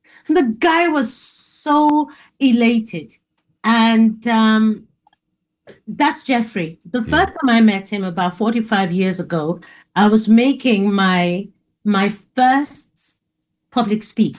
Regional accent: Asaba, Delta, Nigeria; born there; Okay, well, I was born in a place called Asaba

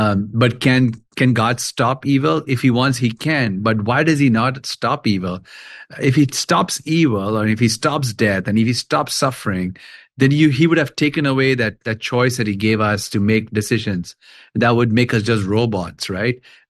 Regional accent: Kolkata, West Bengal, India; moved away; I actually grew up in India. I grew up in Calcutta. A crazy city in a way, because it's a very populated city. It's 21 million people in that city, so people everywhere. I was raised in a Christian home

